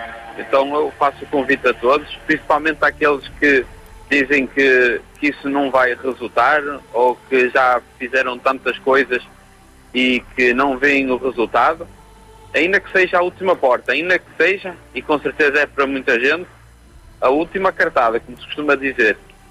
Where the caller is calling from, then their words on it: Porto, Norte, Portugal; Eu estou falando do Porto.